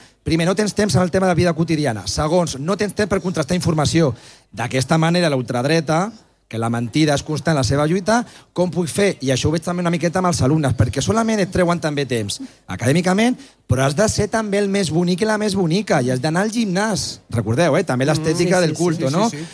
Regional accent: Terrassa, Catalonia, Spain; Jo soc del Vallès de Terrassa, no? I vaig a Badia. Vaig a barris de Sabadell, de Terrassa.

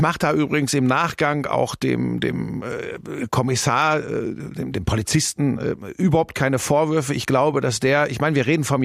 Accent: Hagen, North Rhine-Westphalia, Germany; also born or lived in Bottrop / Cologne; now in Munich, Germany; Ja, ich bin geboren in Bottrop. Das ist wirklich, das ist ja Inbegriff des Ruhrgebiets. Bin dann aufgewachsen in Hagen. Das ist so Tor zum Sauerland, ja, Ruhrgebiet.

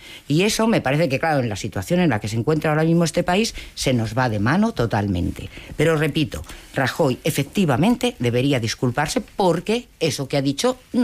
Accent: Community of Madrid, Spain; now in Granada, Spain; que llevo 2 meses viviendo en Granada y soy madrileña.

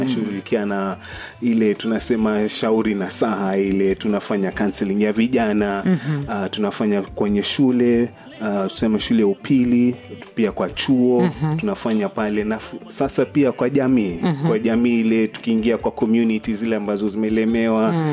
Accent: Mombasa, Mombasa County, Kenya; Na mimi ni mzaliwa pwani wa Kenya, mji unaojulikana kama Mombasa. Nimezaliwa huko Mombasa, nimelelewa Mombasa, kwa hivyo mimi ni mwenyeji wa pale Mombasa.

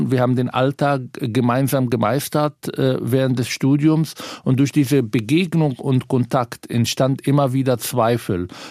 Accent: Palestine; now in Berlin, Germany; Ich bin Palästinenser.

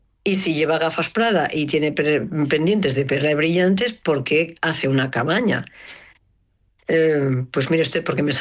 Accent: Barcelona, Catalonia, Spain; la primera vez que salí de Barcelona, conocí a una persona que jamás, como urbanita, jamás había conocido a nadie que fuera propietario de una montaña.

